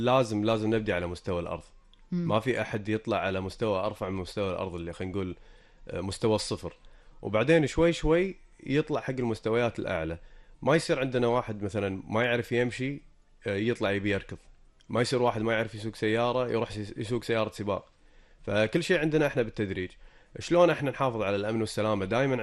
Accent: Kuwait

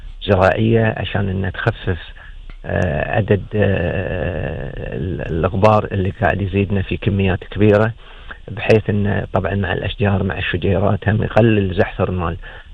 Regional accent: Kuwait; عندنا في الكويت

